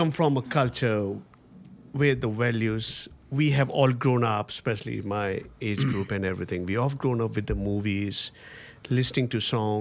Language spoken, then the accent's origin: English; India; moved away as an adult; now in Australia; And for many of us Indians